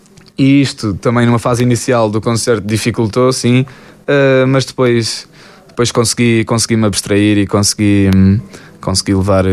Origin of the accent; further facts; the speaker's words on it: Alpalhão, Alentejo, Portugal; na minha terra, Alpalhão